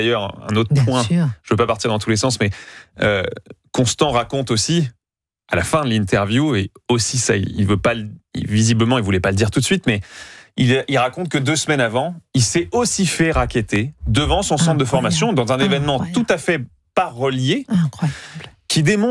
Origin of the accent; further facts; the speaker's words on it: Normandy, France; Bon, je suis normand, donc je connais bien Rouen